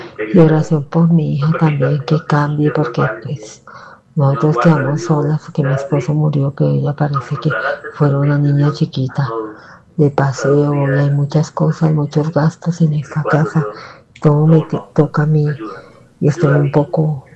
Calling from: Bogotá, Bogotá Capital District, Colombia; de aquí de Castilla.

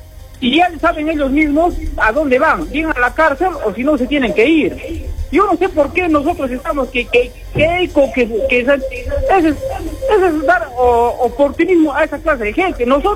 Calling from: Peru; Nosotros somos peruanos

